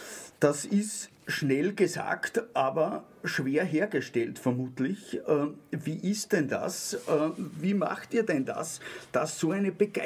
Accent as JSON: {"language": "German", "region": "Salzburg", "country": "Austria", "said": "ich bin auch aus Salzburg"}